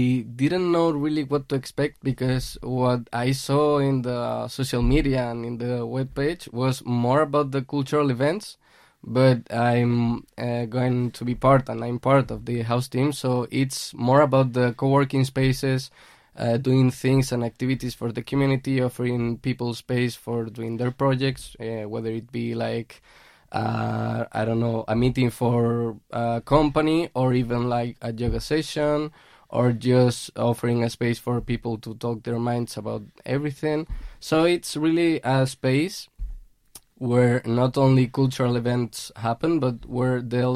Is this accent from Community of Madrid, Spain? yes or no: no; Seville, Andalusia, Spain; English is a second language; moved away as an adult; now in Austria; I come from Sevilla in the south of Spain, and I've been here living in Austria, specifically in Tyrol, for the last 2 years because I was doing a master in organization of events.